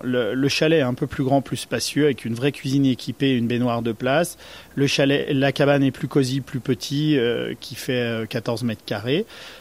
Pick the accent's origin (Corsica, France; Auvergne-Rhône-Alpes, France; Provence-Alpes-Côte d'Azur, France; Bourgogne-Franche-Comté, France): Auvergne-Rhône-Alpes, France; Saint-Jean-d'Aulps; Je suis originaire de Saint-Jean-d'Eau. Mes parents, mes grands-parents étaient ici aussi sur place. Et je suis fils et petit-fils de commerçants.